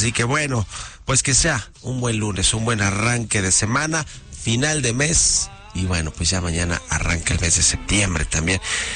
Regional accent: Mexico; a mí me gusta el mes de septiembre porque sí me siento muy muy mexicano y me encantan esos festejos patrios

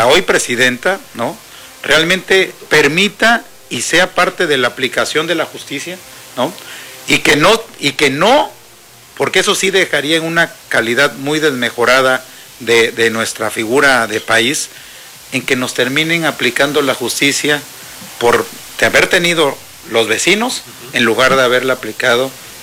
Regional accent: Mexico

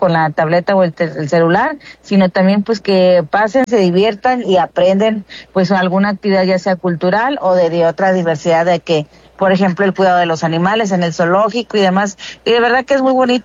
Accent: Mexico; la manera de podernos unir como mexicanos

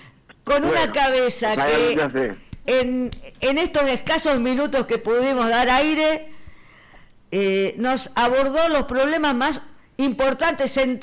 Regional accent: Buenos Aires, Argentina; como vecina porteña y todos acá en el piso, somos porteños

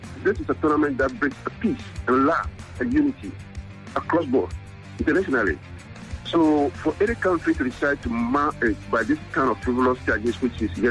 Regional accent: Ghana; Ghana, we are fully independent from England.

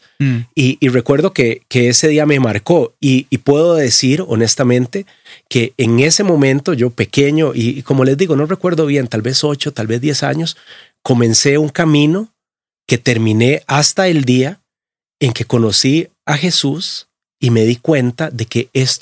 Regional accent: Costa Rica; yo crecí en Costa Rica, en una familia de hombres. Yo solo tengo hermanos.

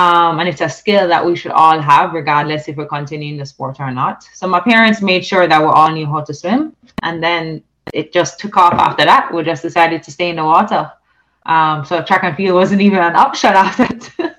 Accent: Kingston, Saint Andrew, Jamaica; I wasn't from St. James. I was St. Andrew, Kingston area. My father was from Mandeville, and my mother was from the Kingston area as well. So I actually grew up learning at the YMCA, so the local YMCA.

